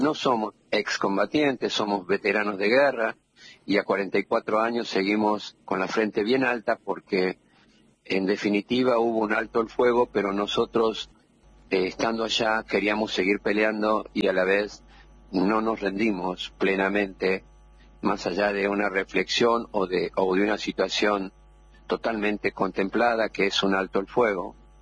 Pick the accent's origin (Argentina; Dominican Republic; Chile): Argentina; somos argentinos